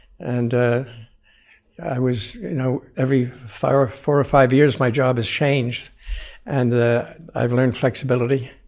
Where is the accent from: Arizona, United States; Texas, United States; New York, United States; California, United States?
New York, United States; New York City; I grew up in the Bronx, and everything revolved around the parish.